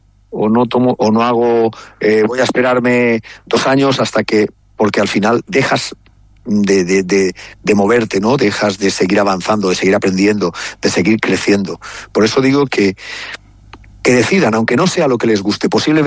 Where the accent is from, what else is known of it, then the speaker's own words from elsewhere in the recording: Petrer, Valencian Community, Spain; now in Guangzhou, China; aunque yo sea de Petrel y trabaje mucho por Petrel